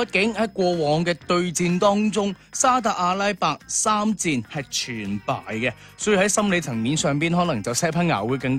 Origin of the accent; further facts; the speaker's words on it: Guangdong, China; 我哋广东人讲咧 hea 打